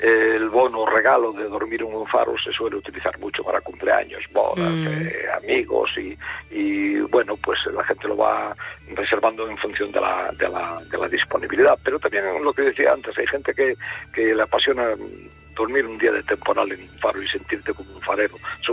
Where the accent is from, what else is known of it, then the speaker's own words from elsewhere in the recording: Galicia, Spain; la buena gente que somos los gallegos